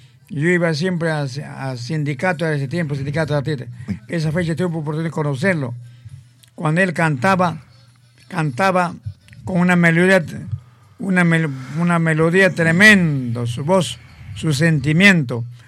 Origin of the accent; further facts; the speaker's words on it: Parobamba, Ancash, Peru; Yo soy de Parobamba.